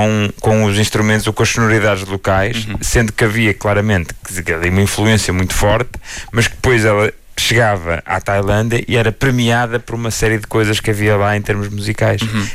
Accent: Braga, Norte, Portugal; sou de Braga como tu.

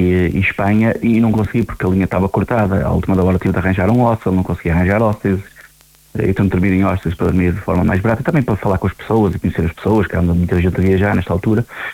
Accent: Paredes, Porto, Portugal; Paredes porque é a minha terra e é a estação onde eu comecei a gostar de comboios, foi a estação onde eu comecei a ir pela primeira vez muito novo, com 4, 5 anos com a minha mãe, ao Porto

